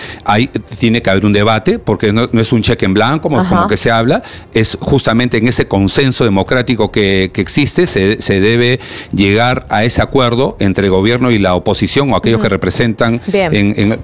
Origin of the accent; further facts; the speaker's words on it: Peru; todos y cada uno de nosotros como peruanos